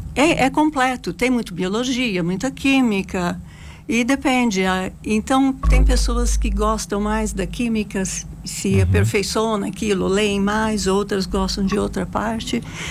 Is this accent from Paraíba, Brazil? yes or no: no; Marília, São Paulo, Brazil; moved away as an adult; now in United States; Eu sou de Marília, São Paulo.